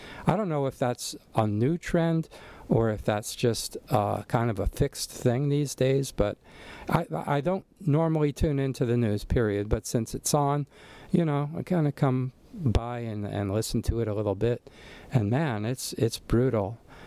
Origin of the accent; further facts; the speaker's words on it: Allentown, Pennsylvania, United States; now in Kona, United States; Coming to you once again from the Lehigh Valley, specifically Allentown, Pennsylvania, my hometown